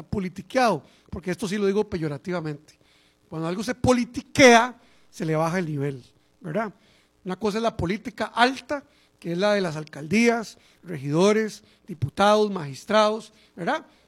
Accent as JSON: {"language": "Spanish", "country": "Costa Rica", "said": "yo también soy costarricense y no soy fanático, pero soy costarricense"}